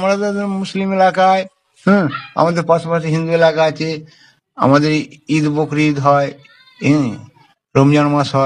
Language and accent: Bangla; West Bengal, India; আমার বাড়ি হচ্ছে খামারপাড়া, আমি পোলবাদপুর ব্লকের বাসিন্দার, আমনান গ্রাম পঞ্চায়েতের।